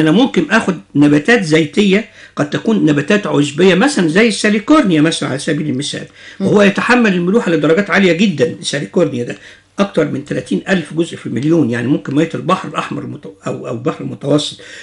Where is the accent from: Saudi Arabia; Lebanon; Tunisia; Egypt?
Egypt